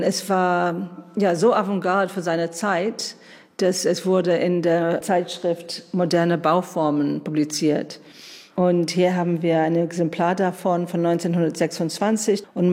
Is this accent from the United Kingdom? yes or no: yes; United Kingdom; German is a second language; now in Berlin, Germany; Ich komme aus Großbritannien